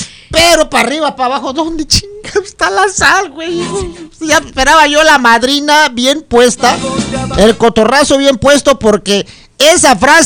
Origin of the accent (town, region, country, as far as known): Mexico